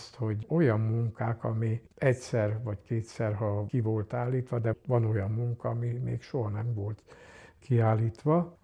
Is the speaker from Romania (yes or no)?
yes; Cluj-Napoca, Cluj County, Romania; Oda jártam, a Farkas utcában nőttem föl, egykori Betlen nemes kis palotának is lehetne mondani, ez pont középen van a Farkas utcai templom, illetve a piarista gimnázium között